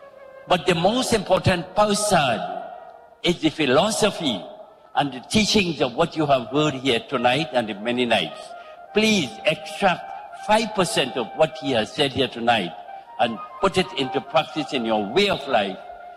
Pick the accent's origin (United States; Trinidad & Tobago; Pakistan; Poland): Trinidad & Tobago; Arima; I come quite from Arima.